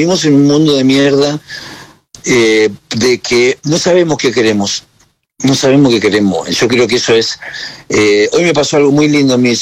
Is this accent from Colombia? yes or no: no; Argentina; moved away; Me fui de Argentina, por toda la mierda argentina, por todas las cosas de mierda que suceden en Argentina, y vuelvo por todas las cosas preciosas que tiene Argentina.